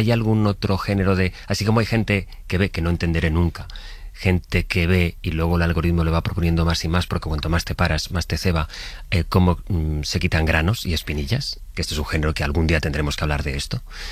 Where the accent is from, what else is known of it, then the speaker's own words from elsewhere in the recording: Valencian Community, Spain; ¿Tú sabes que yo soy instalador de riego por goteo? Contratado. Como buen valenciano.